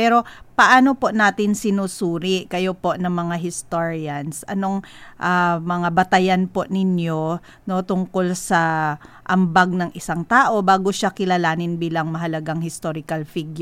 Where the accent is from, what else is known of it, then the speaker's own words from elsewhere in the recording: Mindanao, Philippines; Dito sa amin sa Mindanao ang kilala si Sultan Kudarat, no?